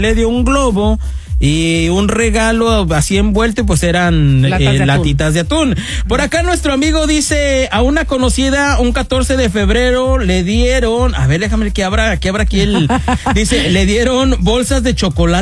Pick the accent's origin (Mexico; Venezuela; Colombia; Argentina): Mexico; Guanajuato; soy de Guanajuato.